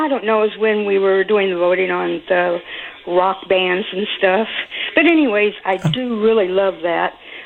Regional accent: California, United States; moved away; And I'm from the Southern California originally.

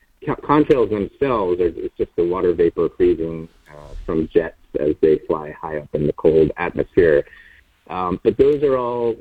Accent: New England, United States; I grew up in New England and decided to go to school in Poughkeepsie back in the 90s

